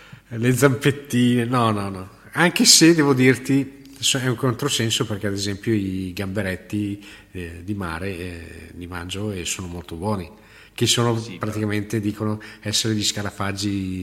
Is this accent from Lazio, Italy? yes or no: no; Bergamo, Lombardy, Italy; io sono di Bergamo